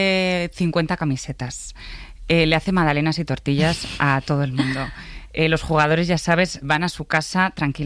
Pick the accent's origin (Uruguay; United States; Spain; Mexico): Spain; Madrid, Community of Madrid; yo que soy de Vallecas, lo que supone el Rayo y la afición vallecana para Madrid y para el barrio es absolutamente increíble.